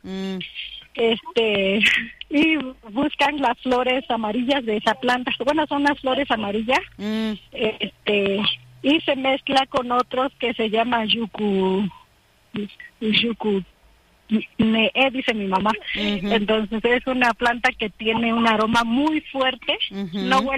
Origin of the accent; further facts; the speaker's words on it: Mixteca, Mexico; Somos de la Mixteca y vivimos en este espacio